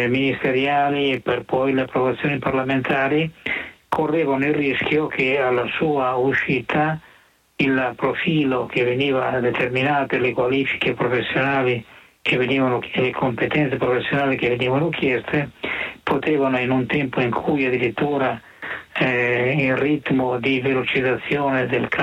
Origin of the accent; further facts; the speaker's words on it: Lombardy, Italy; come si usa dire dalle mie parti lombarde